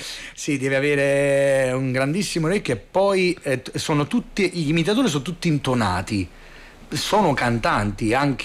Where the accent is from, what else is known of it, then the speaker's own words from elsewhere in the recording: Naples, Campania, Italy; io che sono napoletano